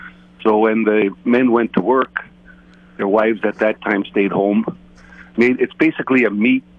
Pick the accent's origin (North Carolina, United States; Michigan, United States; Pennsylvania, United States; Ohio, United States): Michigan, United States; Negaunee; now in Arroyo Grande, United States; I'm the guy from Negaunee.